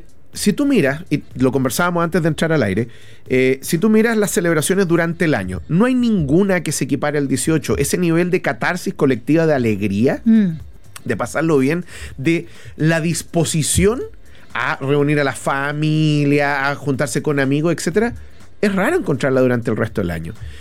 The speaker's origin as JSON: {"language": "Spanish", "country": "Chile", "said": "Yo estoy feliz de ser chileno"}